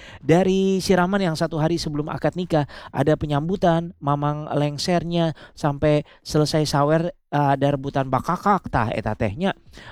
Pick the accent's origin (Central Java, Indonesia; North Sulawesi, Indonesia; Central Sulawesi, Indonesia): Central Java, Indonesia; Surakarta; Seperti saya ya, orang Jawa nih, Solo ya. Waktu menikahkan putra kami memakai adat Jawa.